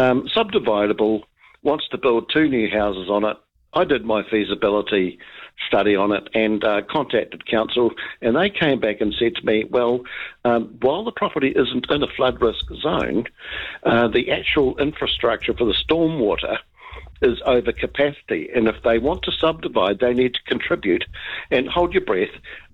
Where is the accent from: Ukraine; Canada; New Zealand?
New Zealand; Christchurch, Canterbury; if you go back to the earthquakes in Christchurch, and I'm originally from Christchurch